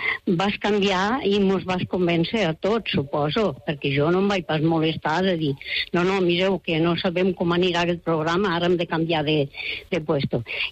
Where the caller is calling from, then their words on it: Catalonia, Spain; soc més catalana que res